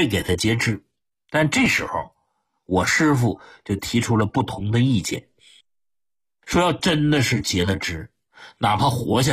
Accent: northern China, China; 我们是北方人嘛

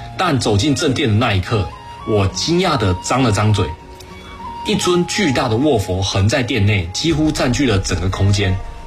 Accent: Taiwan; 我从小在台湾岛上长大，看惯了山和海，

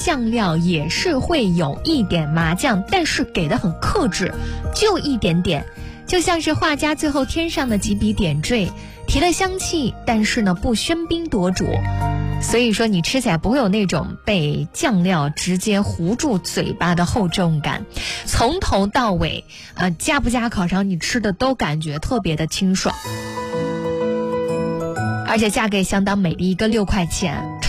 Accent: Xuzhou, Jiangsu, China; 这绝对是我们徐州人夏日专属的开胃救赎

